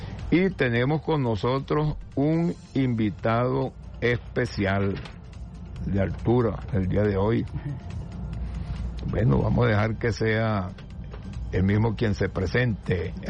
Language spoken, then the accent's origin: Spanish; Puerto Cabello, Carabobo, Venezuela; Puerto Cabello, mi ciudad natal.